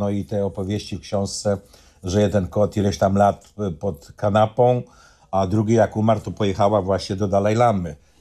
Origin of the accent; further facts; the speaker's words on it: Warsaw, Masovian Voivodeship, Poland; ja oczywiście jako sprytny warszawiak, czyli cwaniak warszawski